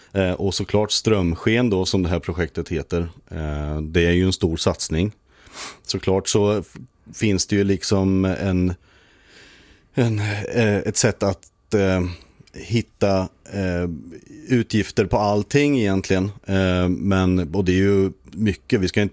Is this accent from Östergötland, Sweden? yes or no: yes; Norrköping, Östergötland, Sweden; ta min erfarenhet till min hemstad